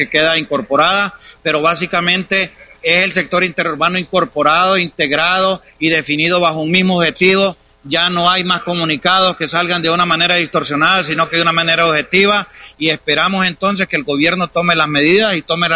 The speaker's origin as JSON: {"language": "Spanish", "country": "Honduras", "said": "porque al final de cuentas también somos hondureños"}